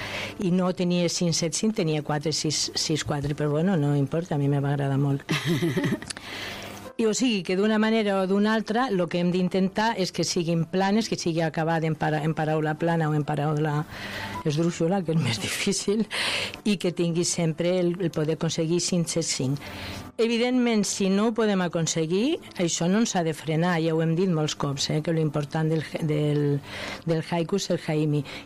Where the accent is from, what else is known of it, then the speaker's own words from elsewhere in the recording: Castile, Spain; Catalan is a second language; Perdó, jo sóc castellana i adoro el castellà